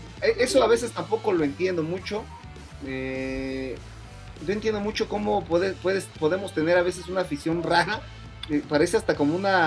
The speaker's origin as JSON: {"language": "Spanish", "country": "Mexico", "said": "por supuesto que la mayoría de los mexicanos nos da lo mismo Argentina, para bien o para mal, pues, no sé, ¿no?"}